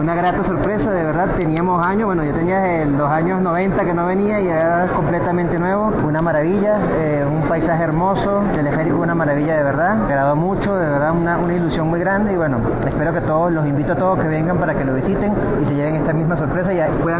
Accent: Guarenas, Miranda, Venezuela; venimos de Guarenas, estaba Miranda, estoy con mi esposa, mi hijo y mi suegra

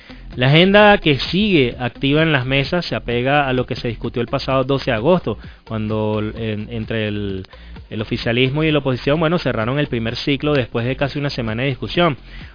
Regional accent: Venezuela; como venezolanos y venezolanas

